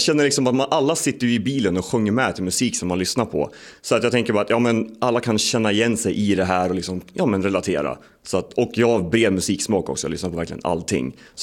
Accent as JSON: {"language": "Swedish", "country": "Sweden", "said": "Jag gillar inte, jag är för svensk för att säga det."}